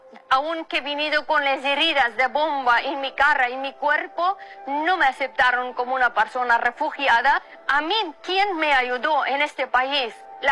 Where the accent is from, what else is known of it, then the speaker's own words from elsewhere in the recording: Afghanistan; moved away as an adult; now in Spain; Desde hace mucho tiempo que vivo en España, soy activista por los derechos humanos y nací, crecí en Afganistán hasta 21 años, viví en Afganistán.